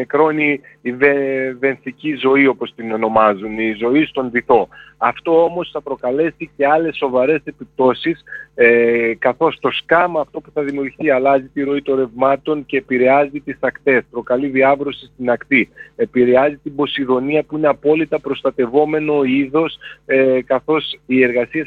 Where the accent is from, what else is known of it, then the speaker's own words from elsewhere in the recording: Thessaloniki, Central Macedonia, Greece; ειδικά εμείς οι Θεσσαλονικείς έχουμε πάει μία φορά τουλάχιστον και έχουμε θαυμάσει εκεί την περιοχή του ποταμού